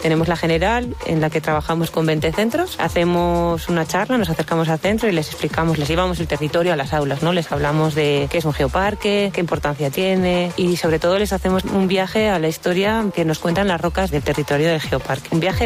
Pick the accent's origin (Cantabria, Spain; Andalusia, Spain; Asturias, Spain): Asturias, Spain; moved away as an adult; now in Province of Burgos, Spain; Soy asturiana, pero llevo viviendo ya media vida en la provincia de Burgos, dentro del territorio del Geoparque Las Loras